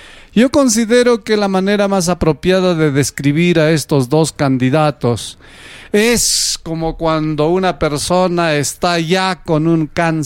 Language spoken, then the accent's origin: Spanish; Peru